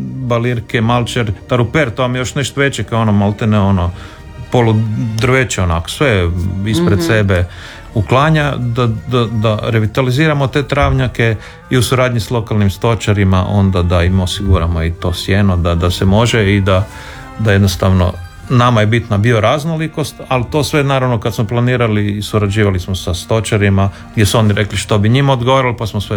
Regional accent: Zagreb, City of Zagreb, Croatia; U Zagrebu, da, djetinjstvo sam u Trnju na Savici

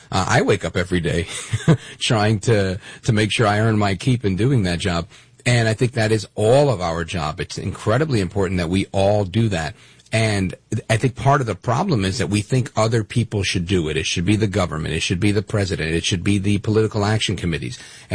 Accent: Brooklyn, New York, United States; Number one, I grew up in Brooklyn, New York, with a lot of Jewish people, but there were also a lot of Muslims, a lot of Haitians

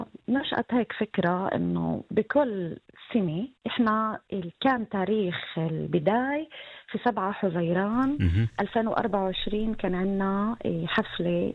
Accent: Nazareth, Northern District, Israel; والفكرة كانت إنه بما إنه إحنا من الناصرة وبلدنا كتير إحنا بنعتز فيها، غير إنه أزقتها القديمة والتراث

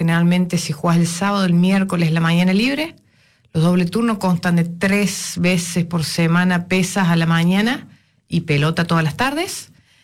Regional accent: Córdoba, Argentina; moved away; Córdoba, Argüello.

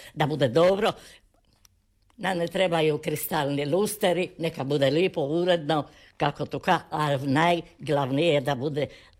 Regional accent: Rakalj, Istria County, Croatia; born there; rođena sam u Raklju, 1926. godine, 1926.

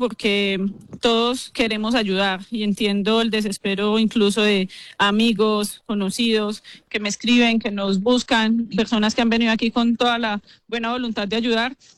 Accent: Pereira, Risaralda, Colombia; soy pereirana, he vivido siempre aquí y es fuerte pues ver nuestra ciudad de esta manera

